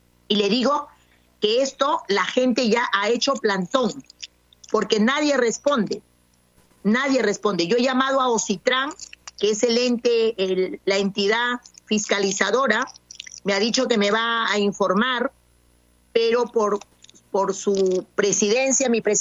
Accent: Lambayeque, Peru; el desarrollo de mi pueblo, de la región de Lambayeque.

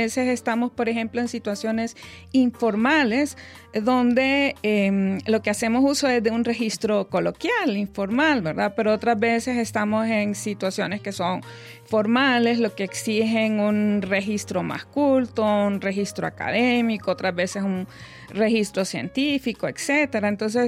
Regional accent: Honduras; del español hondureño

